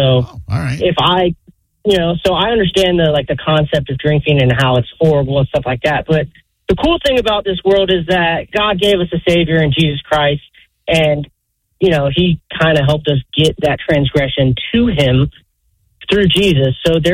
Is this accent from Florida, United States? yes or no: yes; Jacksonville, Florida, United States; now in Davenport, United States; Yeah, we just moved here from Jacksonville.